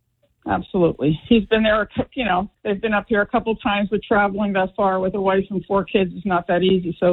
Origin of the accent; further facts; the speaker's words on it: Highland Park, New Jersey, United States; also born or lived in New Brunswick, New Jersey; now in Milltown, United States; NJ lifer. Born in St. Peter's Hospital in New Brunswick. Grew up in Highland Park. Currently live in Milltown, New Jersey. Love it here.